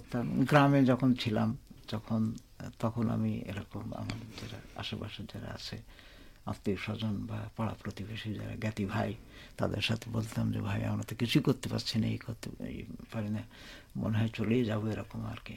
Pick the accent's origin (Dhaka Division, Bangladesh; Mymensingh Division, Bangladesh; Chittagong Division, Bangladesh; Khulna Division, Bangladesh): Khulna Division, Bangladesh; born there